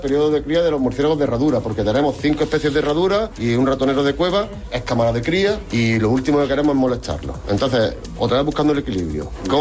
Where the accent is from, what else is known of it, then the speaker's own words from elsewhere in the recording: Andalusia, Spain; Yo como andaluz, siento decirlo, pero no conocía esta parte de Sierra Morena.